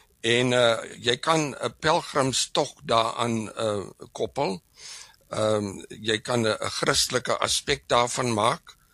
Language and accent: Afrikaans; Western Cape, South Africa; Weet jy, ek het my eerste 10 jaar het ek op in die Boland groot geword, waar ons gewoon het in op 'n plaas Wysesdrift langs die bekende Breerivier in die omgewing van Goudini Bad, Goudini Spa